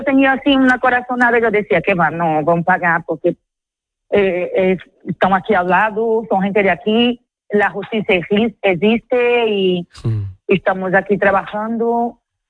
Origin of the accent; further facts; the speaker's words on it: São Luís, Maranhão, Brazil; now in Spain; Claro, San Luis es mi pueblo en Brasil.